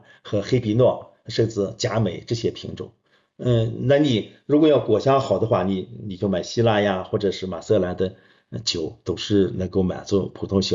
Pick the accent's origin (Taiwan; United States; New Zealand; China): China